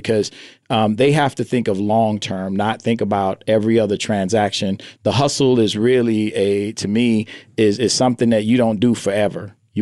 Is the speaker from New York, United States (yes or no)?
yes; New York City, New York, United States; now in Las Vegas, United States; growing up in Bedford-Stuyvesant